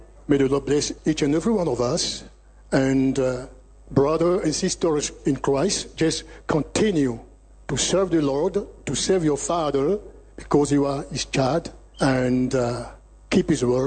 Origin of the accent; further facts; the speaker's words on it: Côte d’Ivoire; now in United States; I am a citizen of Ivory Coast. I am also a citizen of the United States of America. Because I am an American. I came from Virginia, the state of Virginia.